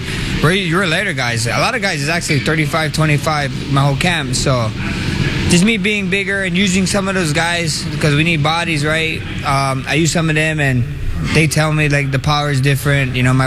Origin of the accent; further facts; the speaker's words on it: Waianae, Hawaii, United States; I'm from Waianae. I might not say that much, but if you want to go down that road, you know, maybe a little Waianae boy might come out of me